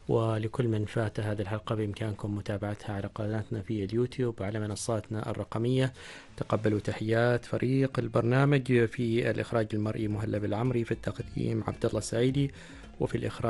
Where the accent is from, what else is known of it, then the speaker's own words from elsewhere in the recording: Oman; وما غريب علينا كعمانيين، ونقدر أن فعلا نضع هذا القطاع من ضمن القطاعات الأولى في عمان